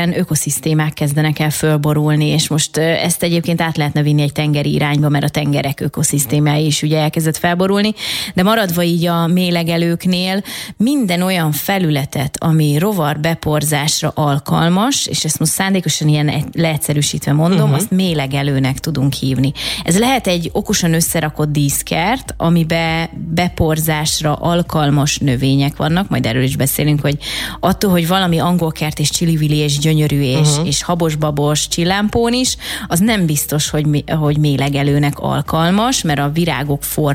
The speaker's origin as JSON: {"language": "Hungarian", "region": "Budapest", "country": "Hungary", "tie": "born or raised there", "said": "Én a 16. kerületben nőttem föl"}